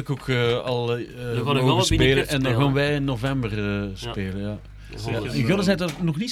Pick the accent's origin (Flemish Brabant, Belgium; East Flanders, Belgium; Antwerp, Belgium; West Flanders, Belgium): East Flanders, Belgium; Ghent; Ik ben, ik ben opgegroeid in Gent, maar mijn vader was van Aalst.